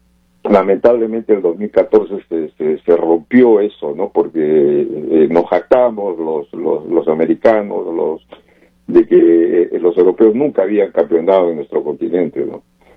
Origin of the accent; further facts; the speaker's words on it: Peru; los peruanos fuimos